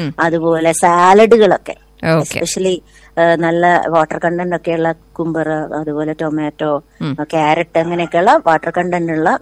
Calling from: Kondotty, Kerala, India

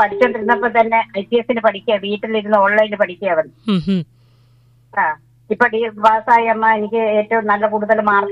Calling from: Kollam, Kerala, India

